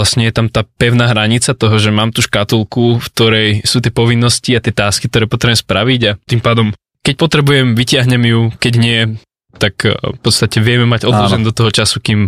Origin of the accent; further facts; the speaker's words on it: Žilina, Žilina Region, Slovakia; Mám 22 rokov, pochádzam zo Žiliny.